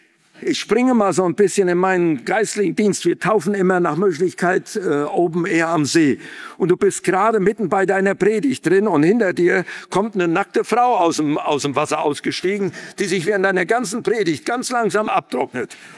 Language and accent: German; Berlin, Germany; Ja, ich sage, aus Berlin.